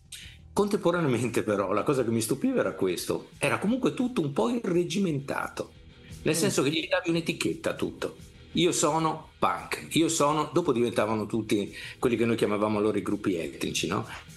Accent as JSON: {"language": "Italian", "region": "Emilia-Romagna", "country": "Italy", "said": "Beh, noi avevamo due poli, no, dalle nostre parti, uno era Bologna, il polo invernale, e l'altro il polo estivo che era Rimini e tutta quella parte di Romagna."}